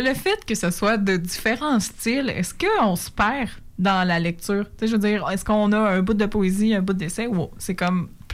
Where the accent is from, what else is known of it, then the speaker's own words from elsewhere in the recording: Sherbrooke, Quebec, Canada; moi, dans mon être, je viens de Sherbrooke